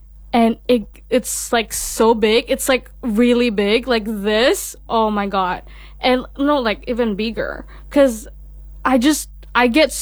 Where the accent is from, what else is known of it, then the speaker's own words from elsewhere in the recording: Indonesia; English is a second language; like we came from Indonesia where it's only rainy day and sunny day, mm-hmm.